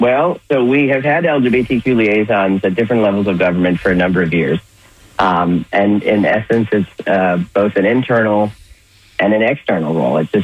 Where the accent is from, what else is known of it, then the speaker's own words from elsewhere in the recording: Florida, United States; I'm from Florida.